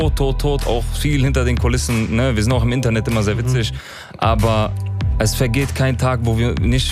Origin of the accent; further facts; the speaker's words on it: Germany; Wir sind Kinder von Gastarbeitern, wir sind Kinder von Geflüchteten, die hier in Deutschland geboren sind, aufgewachsen sind. Ne? Wir kommen beide aus dem Kosovo, wir sind Albaner. Aber dennoch sind wir hier geboren, wir denken Deutsch, wir träumen Deutsch